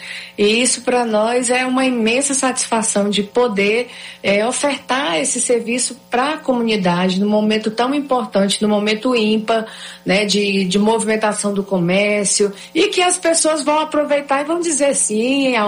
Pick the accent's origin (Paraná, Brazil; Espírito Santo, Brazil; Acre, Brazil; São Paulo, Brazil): Acre, Brazil; Cruzeiro do Sul; aqui na minha terrinha